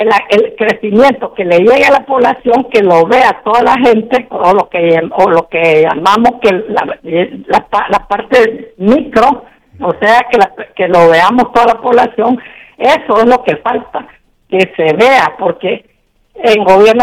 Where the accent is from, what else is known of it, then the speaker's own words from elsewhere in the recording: Honduras; nosotros los hondureños